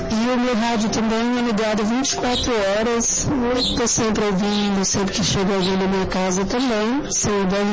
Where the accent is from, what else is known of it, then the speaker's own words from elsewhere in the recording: Aparecida de Goiânia, Goiás, Brazil; sou daqui de Aparecida de Goiânia, Goiás.